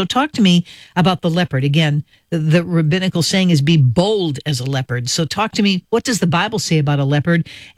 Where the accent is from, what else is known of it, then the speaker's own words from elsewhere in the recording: United States; We don't have them in the States.